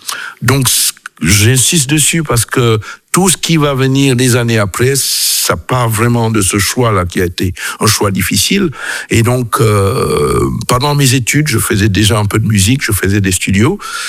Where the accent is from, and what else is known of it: Cameroon; moved away as an adult; now in Belgium